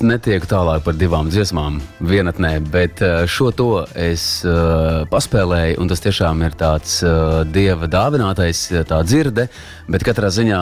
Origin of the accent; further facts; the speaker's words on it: Courland, Latvia; Nē, es kā kurzemnieks šo atstāju uz saldo ēdienu